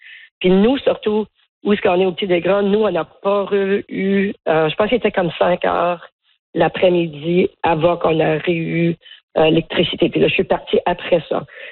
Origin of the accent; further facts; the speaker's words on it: Cape Breton, Nova Scotia, Canada; je retourne chez nous au Cap-Breton ce matin.